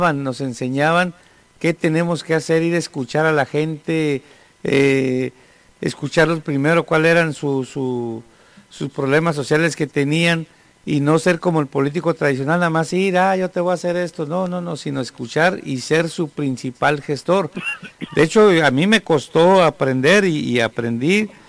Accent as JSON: {"language": "Spanish", "region": "Hidalgo", "country": "Mexico", "moved": "yes", "lives_now": "Tijuana, Mexico", "said": "Yo vengo del estado de Hidalgo, llegué aquí en el 88."}